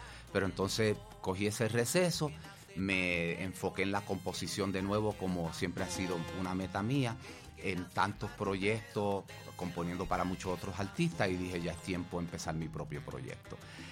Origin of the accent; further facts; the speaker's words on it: Guayama, Puerto Rico; born there; … se crió en el mismo pueblo donde yo nací, en Guayama, Puerto Rico